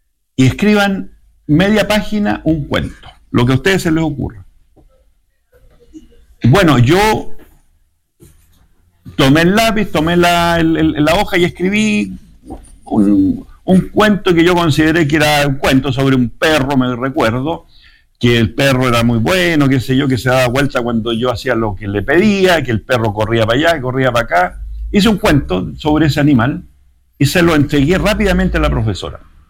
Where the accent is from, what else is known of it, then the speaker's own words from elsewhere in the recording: Vicuña, Coquimbo, Chile; also born or lived in La Serena; Yo era interno en ese colegio porque yo soy de Vicuña, de Elqui, al interior de La Serena.